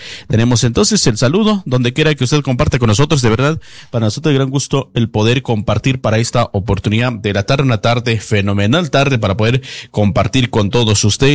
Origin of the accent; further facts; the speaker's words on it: Guatemala; en diferentes municipios que los identifica como guatemaltecos que somos, ¿verdad?